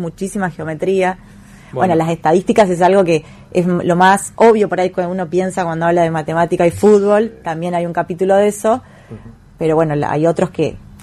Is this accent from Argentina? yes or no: yes; Ceres, Santa Fe, Argentina; yo soy de Ceres